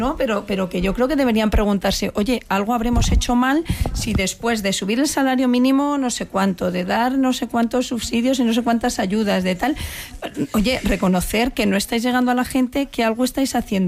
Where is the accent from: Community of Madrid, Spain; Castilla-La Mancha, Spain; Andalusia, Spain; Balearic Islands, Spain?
Castilla-La Mancha, Spain; pero yo que soy castellano manchega